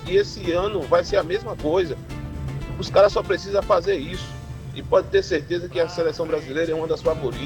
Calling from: Cruz das Almas, Bahia, Brazil; sou aqui de Cruz das Almas.

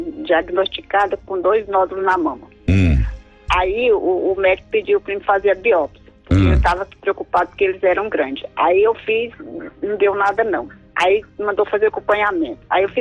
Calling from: Goiás, Brazil; Eu falo do interior de Goiás.

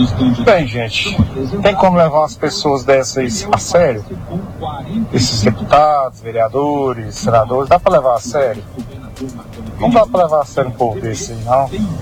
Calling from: Goiânia, Goiás, Brazil; falo de Goiânia.

